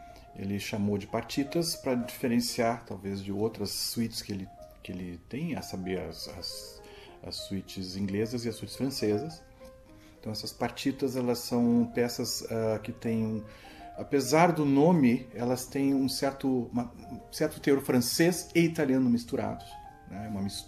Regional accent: Porto Alegre, Rio Grande do Sul, Brazil; Sou de Porto Alegre, eu atuo em Porto Alegre desde 1979

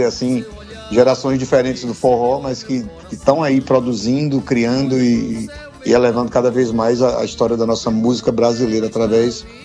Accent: Salgueiro, Pernambuco, Brazil; born there; now in Bahia, Brazil; E eu nasci em Salgueiro, Pernambuco, e moro na Bahia, entre Juazeiro da Bahia e Salvador.

